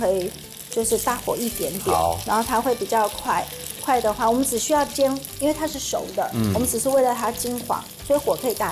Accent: Taiwan; 我以为只有我们台湾人在吃

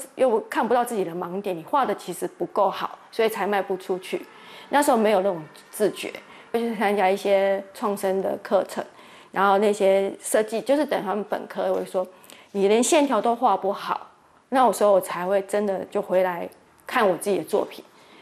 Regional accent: Kaohsiung, Taiwan; moved away as an adult; now in Pingtung, Taiwan; 我是高雄人

